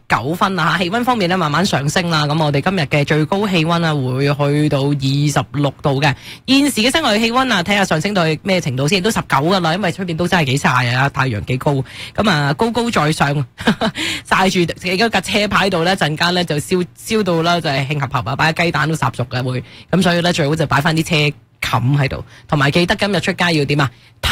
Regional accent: Canada; 尤其我哋加拿大人方面啦，今年系我哋嘅主办其中一个主办国啊嘛

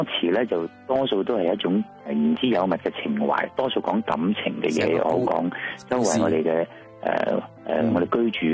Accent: Hong Kong; moved away; 即系未移民之前或者系喺香港，我哋大家都系咁样长大嘅，

